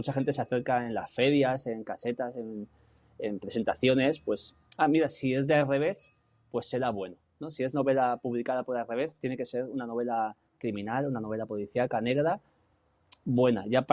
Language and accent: Spanish; Alicante, Valencian Community, Spain; now in Gran Canaria, Spain; como yo, un alicantino